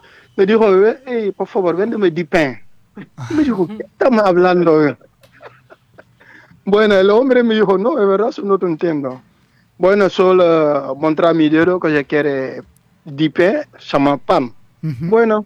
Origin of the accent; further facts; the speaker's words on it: Senegal; Spanish is a second language; moved away as an adult; now in Argentina; Sí, soy senegalés, argentina, mi mujer de acá, de Paraná.